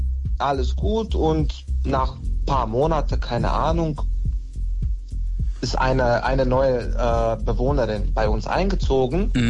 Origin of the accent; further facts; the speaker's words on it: Bosnia & Herzegovina; German is a second language; now in Germany; Ich komme aus Bosnien.